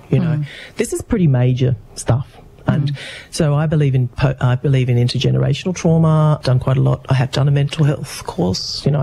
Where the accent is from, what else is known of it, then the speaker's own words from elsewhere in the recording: Canberra, Australian Capital Territory, Australia; you were asking me about my childhood, what was it like growing up in Canberra